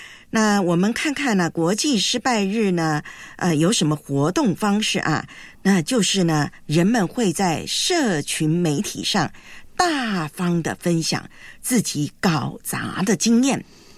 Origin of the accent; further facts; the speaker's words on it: Taiwan; 到了我的老家 台湾。